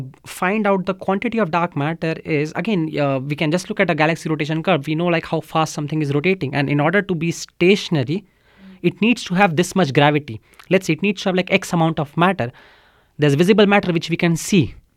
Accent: India; moved away; I grew up in India.

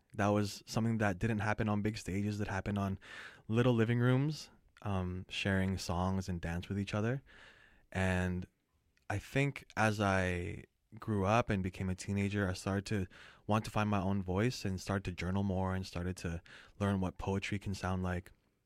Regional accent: Surrey, British Columbia, Canada; also born or lived in Vancouver; I'm like a Surrey kid at this point. So I was born in Vancouver. I lived at Fraser and 20th for like 5 years, then did all my grade school in Surrey.

